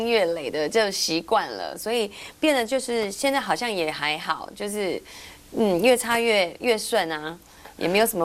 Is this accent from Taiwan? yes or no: yes; Taiwan; 因为我们台湾人实在太爱买药了